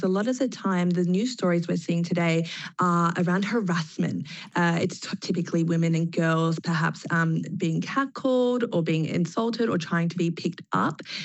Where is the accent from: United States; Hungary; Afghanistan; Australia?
Australia; I'm from Australia